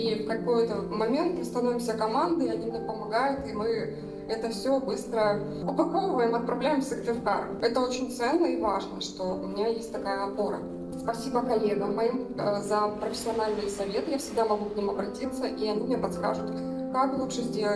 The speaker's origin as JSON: {"language": "Russian", "town": "Vorkuta", "region": "Komi Republic", "country": "Russia", "tie": "born or raised there", "said": "Воркута — это мой родной город, мой источник вдохновения."}